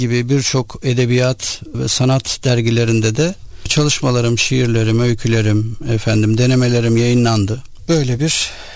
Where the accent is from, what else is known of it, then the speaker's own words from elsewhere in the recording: Istanbul, Turkey; born there; ben 1973 yılında İstanbul'da doğdum.